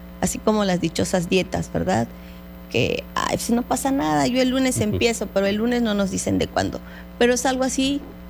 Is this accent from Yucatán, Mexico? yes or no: yes; Yucatán, Mexico; en el caso de los que somos yucatecos y orgullosamente yucatecos